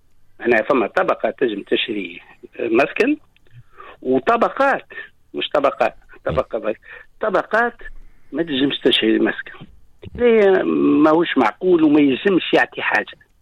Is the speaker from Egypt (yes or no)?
no; Tunisia; انا كتونسي